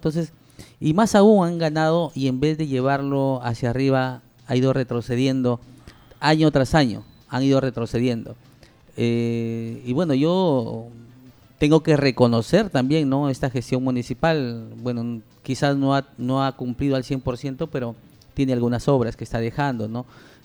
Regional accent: Monsefú, Lambayeque, Peru; yo vengo del sector de Micarcape, Monsefú, es un caserío en la cual nosotros hemos trabajado ahí. Bueno, hemos nacido en el campo.

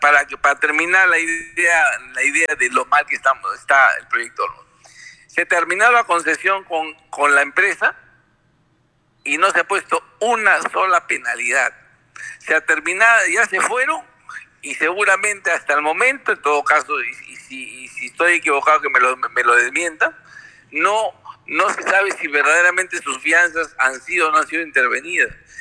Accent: Lambayeque, Peru; mejorar las condiciones de nuestra región Lambayeque

